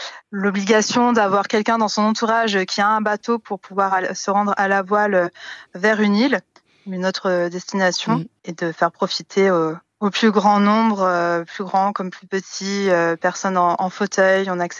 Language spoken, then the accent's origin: French; Brittany, France; moved away as an adult; De pouvoir le faire aussi dans ma région d'origine. Je me suis un petit peu baladée sur le globe et c'est vrai que de revenir en Bretagne